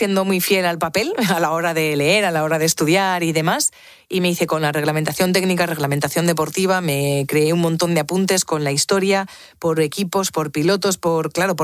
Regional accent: Spain; Te duela o no te duela, es verdad, yo soy española, no sé qué te pasa con nosotros

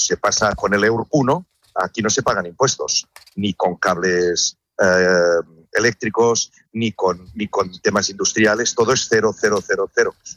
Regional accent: Catalonia, Spain; now in Morocco; O sea, aquí los trenes, yo que soy de Cataluña, me funcionan mejor en Marruecos que en Cataluña.

